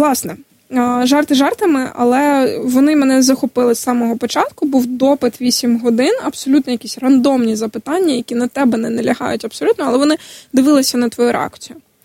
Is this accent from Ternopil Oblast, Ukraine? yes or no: no; Crimea, Ukraine; born there; moved away; Прописано, що я народилася в Криму. Мої батьки в Криму.